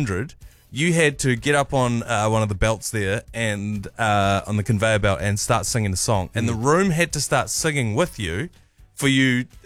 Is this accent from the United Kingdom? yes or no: no; Canterbury, New Zealand; as a child growing up on the Canterbury Plains